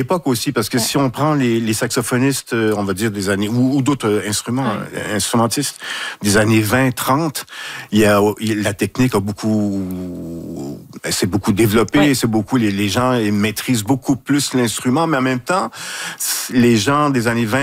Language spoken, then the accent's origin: French; Saguenay, Quebec, Canada; Je viens de Saguenay. J'ai été éduqué, élevé à côté de l'usine d'Alcan. Tous mes copains, mes copines, c'était des fils d'ouvriers, filles d'ouvrières.